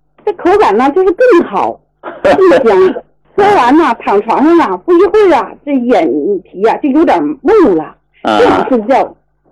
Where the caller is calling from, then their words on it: Shenyang, Liaoning, China; 我家是沈阳的，